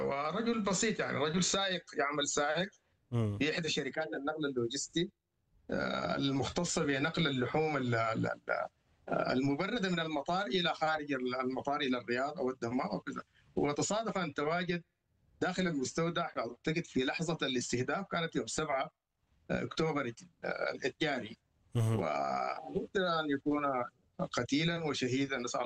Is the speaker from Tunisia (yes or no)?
no; Sudan; moved away as an adult; now in Saudi Arabia; لينا كسودانيين، انا اتحدث اقول لك لينا كسودانيين،